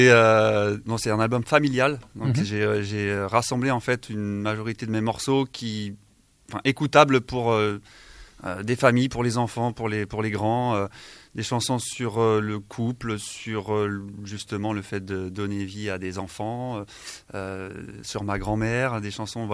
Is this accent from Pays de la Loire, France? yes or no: yes; Le Mans, Pays de la Loire, France; moved away as an adult; now in Landes, France; j'arrive du Mans, et à 18 ans, je suis arrivé ici, dans les Landes.